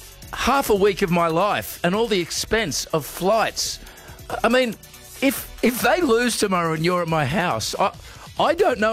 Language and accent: English; Australia; now in Saudi Arabia; I still follow my Australian rules football team from back in my home country